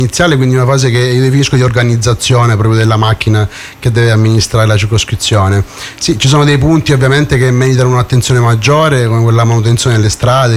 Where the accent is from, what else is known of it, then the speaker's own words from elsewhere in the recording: Reggio Calabria, Calabria, Italy; Pellaro sì, sicuramente è un quartiere che io conosco meglio perché sono nato e cresciuto a Pellaro